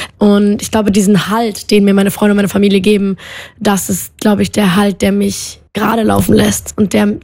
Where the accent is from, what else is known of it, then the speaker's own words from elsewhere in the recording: Hamburg, Germany; born there; now in Berlin, Germany; Ich bin nämlich gebürtige Hamburgerin und wohne erst seit ein paar Jahren in Berlin.